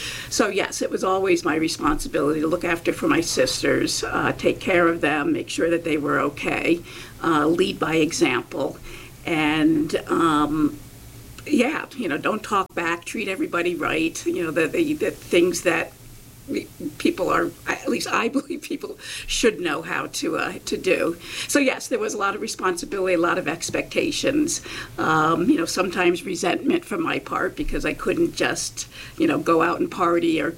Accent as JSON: {"language": "English", "area": "Catskill Mountains", "region": "New York", "country": "United States", "tie": "born or raised there", "said": "I grew up in the Catskill Mountains of New York, just outside of Kingston, New York, in a teeny tiny town, 3 miles away from anything."}